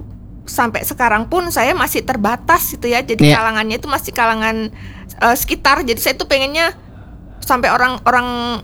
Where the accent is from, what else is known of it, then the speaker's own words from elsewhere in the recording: Java, Indonesia; saya kan orang Jawa.